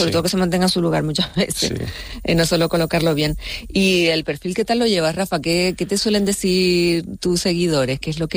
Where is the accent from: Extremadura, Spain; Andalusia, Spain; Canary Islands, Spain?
Canary Islands, Spain; San Andrés y Sauces; yo soy de San Andrés y Sauce.